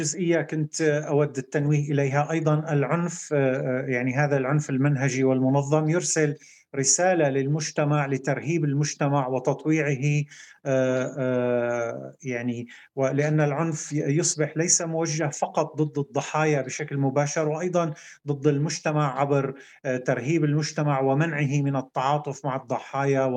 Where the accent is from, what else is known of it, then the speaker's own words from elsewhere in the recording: Syria; بلدنا سوريا